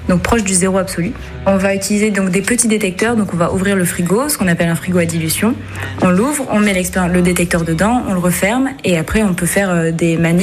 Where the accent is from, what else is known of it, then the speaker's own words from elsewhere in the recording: Cobrieux, Hauts-de-France, France; je suis originaire de Cobrieux, une petite ville dans le nord de la France, près de la frontière belge.